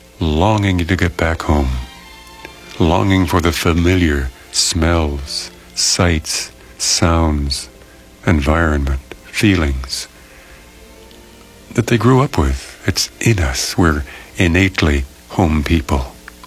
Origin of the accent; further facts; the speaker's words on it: Philadelphia, Pennsylvania, United States; moved away as an adult; I'm from Philadelphia. I still retain some of the accent.